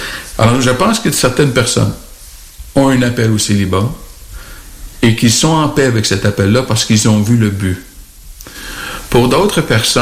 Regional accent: Quebec, Canada; c'est certain que parfois, chez nous, au Québec, les étudiants ont le droit à des prêts et des bourses d'études

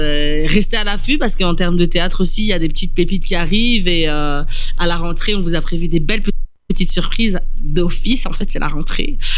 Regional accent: Liège, Wallonia, Belgium; Je suis de Liège

